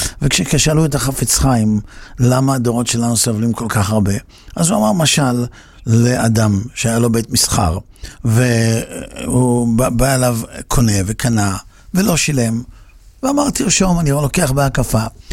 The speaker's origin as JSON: {"language": "Hebrew", "town": "Netanya", "region": "Central District", "country": "Israel", "tie": "born or raised there", "said": "ואני גדלתי בנתניה שהייתה בירת הכדורגל וכולנו שיחקנו כדורגל שהיינו ילדים."}